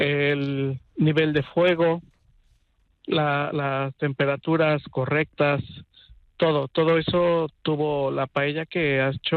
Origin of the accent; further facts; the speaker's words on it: Tlaxcala, Mexico; now in Spain; Pues allá en México hay un pequeño estado que se llama Tlaxcala, que es de donde vengo, y pues se hace mucha paella.